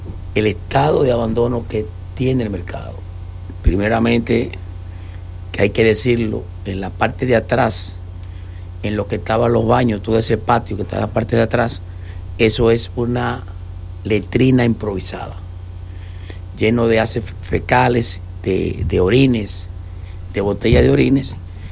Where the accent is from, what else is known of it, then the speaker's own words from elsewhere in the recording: Pedernales, Dominican Republic; born there; hasta nosotros, los que nacimos en Pedernales, estamos hallando el sol caliente.